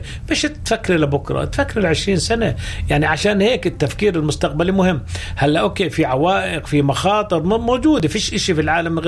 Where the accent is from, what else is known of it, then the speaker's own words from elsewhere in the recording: Palestine; إحنا كفلسطينيين